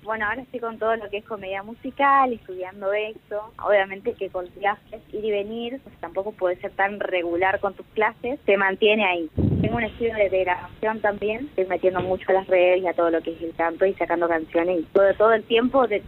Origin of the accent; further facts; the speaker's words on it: Nogoyá, Entre Ríos, Argentina; Yo soy de Nogoyá, pero vivo en realidad a 40 kilómetros en un distrito que se llama Crucecitas Terceras. Es una zona rural, pero mi departamento es Nogoyá.